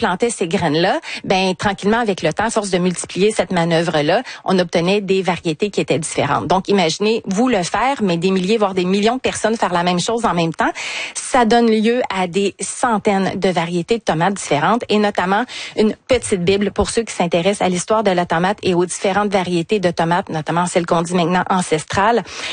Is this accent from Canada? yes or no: yes; Canada; l'Amérique du Sud vers le nord, vers chez nous au Canada